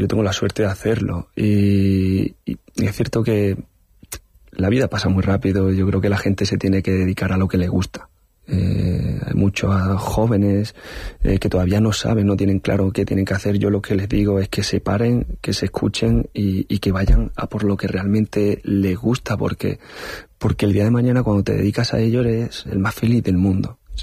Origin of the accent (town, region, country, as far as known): Linares, Andalusia, Spain; born or raised there; moved away